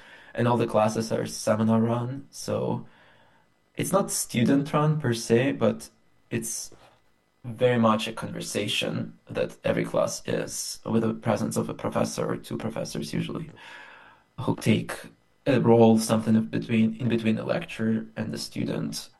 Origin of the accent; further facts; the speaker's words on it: Belarus; I grew up in Belarus, which is squeezed in between Russia and Ukraine, west of Russia, and mostly there I spent my kind of formative years.